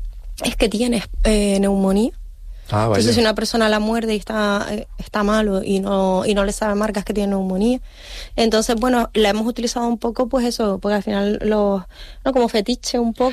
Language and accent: Spanish; El Hierro, Canary Islands, Spain; now in Tenerife, Spain; soy meta canaria.